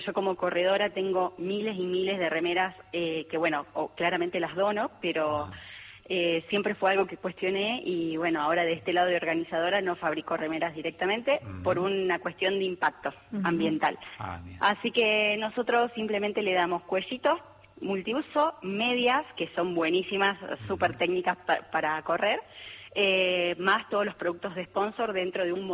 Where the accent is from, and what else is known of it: Ushuaia, Tierra del Fuego, Argentina; born or raised there